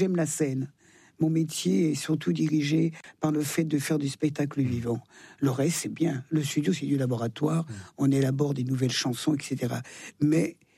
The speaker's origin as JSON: {"language": "French", "town": "Thonon-les-Bains", "region": "Auvergne-Rhône-Alpes", "country": "France", "tie": "born or raised there", "said": "J'ai des habitudes savoyardes. Mmh. Je suis plus savoyarde que française d'ailleurs. D'ailleurs, les Savoyards, on est français depuis 150 ans."}